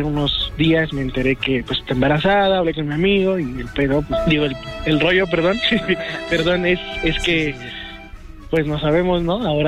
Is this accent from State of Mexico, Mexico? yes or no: yes; Ixtapaluca, State of Mexico, Mexico; Soy de Ixtapaluca.